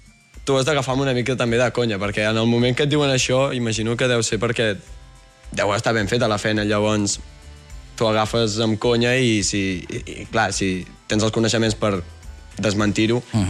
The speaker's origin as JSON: {"language": "Catalan", "town": "Berga", "region": "Catalonia", "country": "Spain", "said": "Sí, sóc de Berga."}